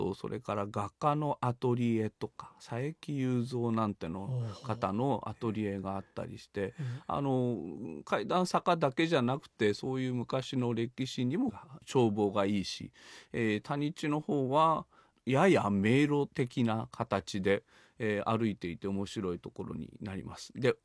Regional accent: Shizuoka, Japan; 私その静岡出身なので、ちょっと前にはその静岡の街でもできないのっていうふうには同級生なんかから言われたりしたんですけれど

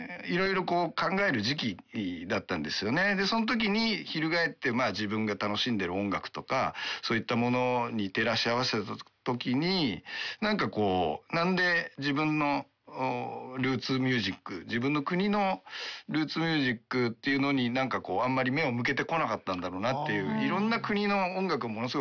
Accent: Kanagawa, Japan; moved away as an adult; also born or lived in Okayama; now in Fussa, Japan; まあ本当に岡山で生まれましたけど、すぐ関東の方にね、はい、引っ越したっていうのもあって

